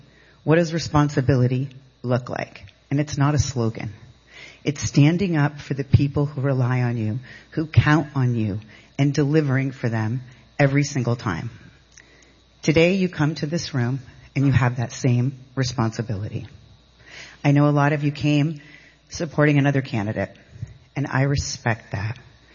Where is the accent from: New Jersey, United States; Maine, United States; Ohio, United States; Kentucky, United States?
Maine, United States; Caribou; So I grew up in Caribou, Maine, and we had a meager beginning.